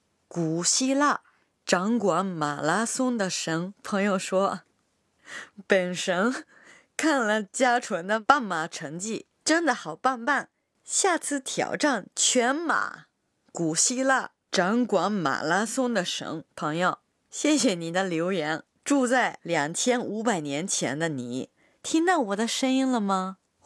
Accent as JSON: {"language": "Chinese", "region": "Yamaguchi", "country": "Japan", "tie": "born or raised there", "second_language": "Chinese", "moved": "yes", "said": "我的故乡山口也有不少美景，有些景色我从小就特别熟悉。"}